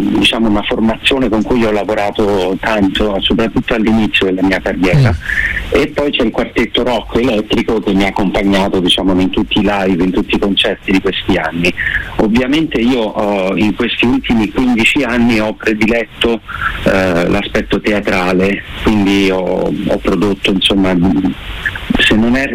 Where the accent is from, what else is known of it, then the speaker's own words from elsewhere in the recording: Rome, Lazio, Italy; Abbiamo scelto di ritornare a Roma, che è la mia città d'origine, in questo luogo così prestigioso